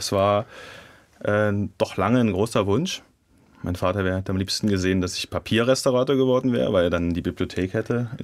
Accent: Jena, Thuringia, Germany; Ich bin in Jena-Priesnitz groß geworden.

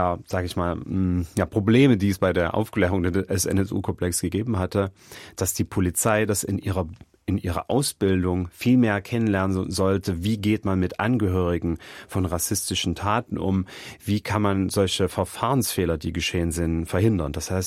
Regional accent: Chemnitz, Saxony, Germany; born there; In Karl-Marx-Stadt, jetzt Chemnitz.

